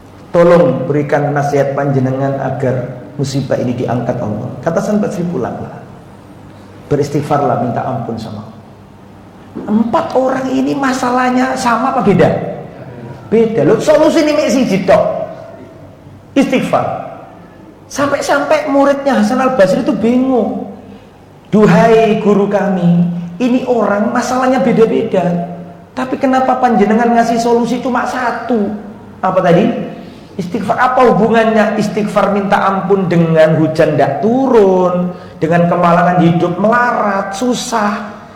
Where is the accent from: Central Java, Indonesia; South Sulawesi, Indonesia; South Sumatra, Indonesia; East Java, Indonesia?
East Java, Indonesia; Lamongan